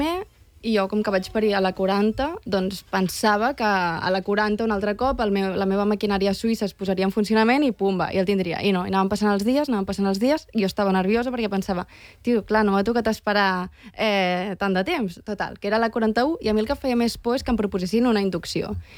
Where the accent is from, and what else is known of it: Sant Pol de Mar, Catalonia, Spain